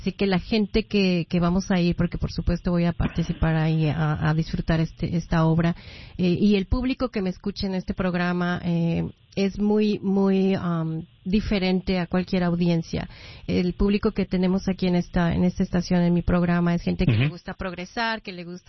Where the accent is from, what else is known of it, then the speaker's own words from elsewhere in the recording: Mexico City, Mexico; yo soy de la Ciudad de México